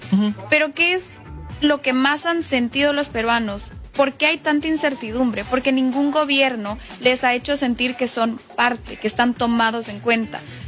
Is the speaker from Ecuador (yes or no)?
yes; Ecuador; also born or lived in Mexico